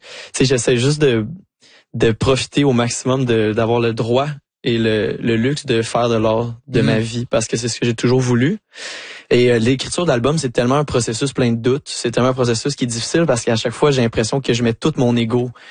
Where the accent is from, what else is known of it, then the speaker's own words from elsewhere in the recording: Saint-Hyacinthe, Quebec, Canada; parce que moi je viens de Saint-Hyacinthe qui est une